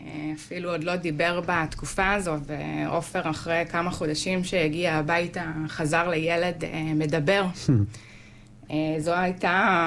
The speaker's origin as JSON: {"language": "Hebrew", "town": "Nachshon", "region": "Central District", "country": "Israel", "tie": "born or raised there", "said": "בת 40. נולדתי בקיבוץ נחשון ואני גר שם עד היום."}